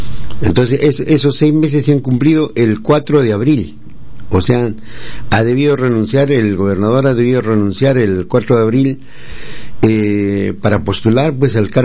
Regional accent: Tarata, Tacna, Peru; por Tarata, por mi tierra

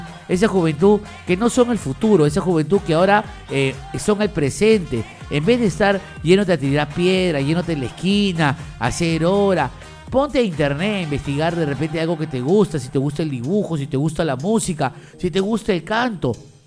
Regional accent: Peru

